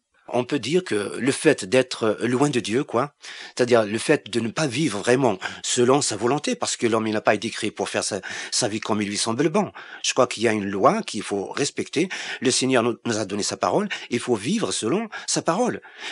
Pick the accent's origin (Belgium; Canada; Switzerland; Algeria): Algeria; now in France; Quand je suis parti en France, d'Algérie, c'est pour fuir un petit peu toutes ces questions de religion.